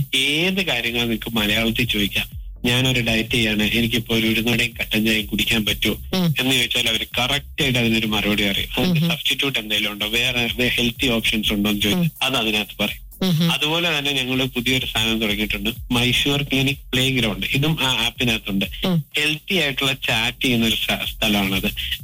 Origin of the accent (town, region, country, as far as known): Kerala, India